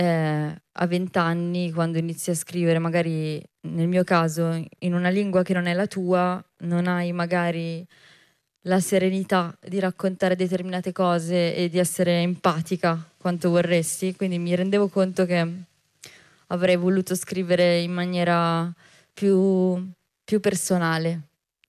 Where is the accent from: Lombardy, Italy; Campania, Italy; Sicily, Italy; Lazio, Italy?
Lombardy, Italy; Desenzano del Garda; born there; also born or lived in Colombia; vengo in realtà da un paesino del lago di Garda, che si chiama Desenzano, abbastanza lontano da qua. E quindi sono cresciuta inizialmente in Sud America, perché i miei genitori stavano là, in Colombia